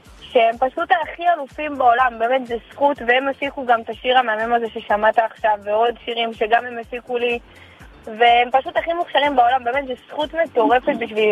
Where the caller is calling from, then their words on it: Ashkelon, Southern District, Israel; אני מאשקלון